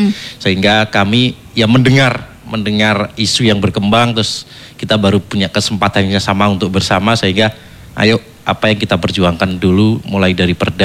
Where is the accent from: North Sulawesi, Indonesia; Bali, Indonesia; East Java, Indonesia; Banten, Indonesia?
East Java, Indonesia; Tuban; Kok ya kondisi di daerah saya masih seperti ini